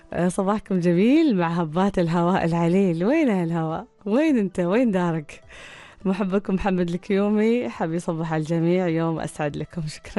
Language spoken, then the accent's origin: Arabic; Oman; لأن إحنا كمجتمع عماني عندنا العيد في كثير من المظاهر